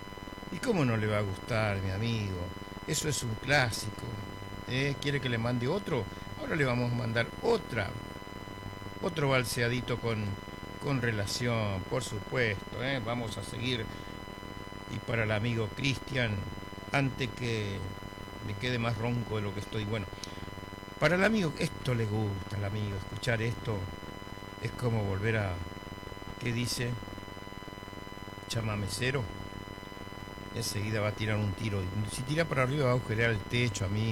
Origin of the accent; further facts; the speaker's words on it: Presidencia de la Plaza, Chaco, Argentina; moved away; mi gente de Presidencia, la Plaza, mi pueblo